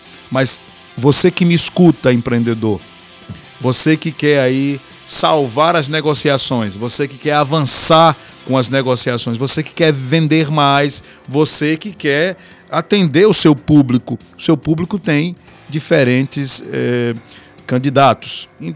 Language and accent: Portuguese; Lagarto, Sergipe, Brazil; eu sou brasileiro como você e falo português como você. Então, eu sei muito bem, eu fui criado nessa cidade, Lagarto, Lagarto City, uma cidade abençoada.